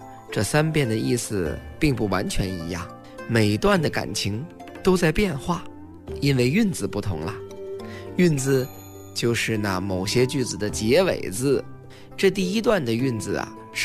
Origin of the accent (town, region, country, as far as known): China